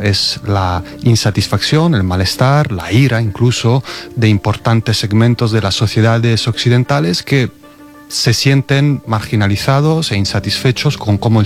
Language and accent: Spanish; Italy; Spanish is a second language; En Italia, en mi país, país, pues el partido matriz del que es el partido de Meloni fue acogido en el gobierno